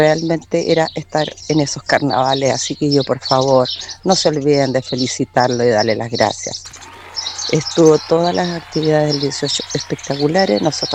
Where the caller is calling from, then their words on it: Chañaral Alto, Atacama, Chile; a todo mi pueblo Chañaral Alto, a toda mi gente linda